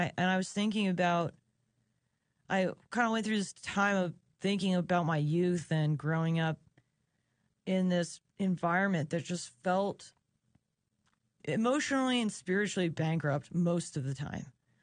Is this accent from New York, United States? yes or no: yes; New York, United States; No, I'm from Long Island.